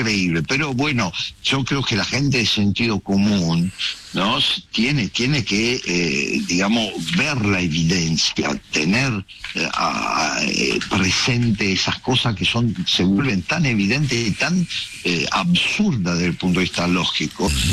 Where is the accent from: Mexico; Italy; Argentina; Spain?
Italy; Trump obviamente tiene formas que a nosotros, los latinos, nos resultan, y yo como italiano me siento latino también, nos resultan absolutamente chocantes